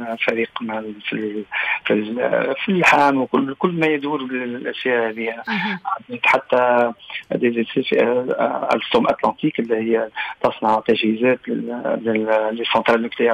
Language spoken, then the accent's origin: Arabic; Tunisia; moved away as an adult; now in France; أنا تونسي